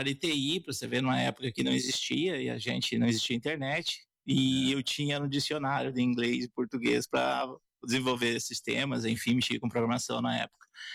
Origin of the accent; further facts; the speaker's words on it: Espumoso, Rio Grande do Sul, Brazil; Eu nasci lá no Borboleta, no Campo Comprido. E fui registrado em Jacuizinho, na época que era comarca de Espumoso. Então, eu sou realmente aqui da terra.